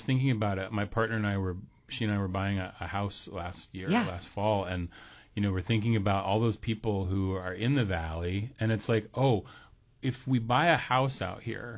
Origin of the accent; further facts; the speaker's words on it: Anchorage, Alaska, United States; now in Juneau, United States; I grew up in Anchorage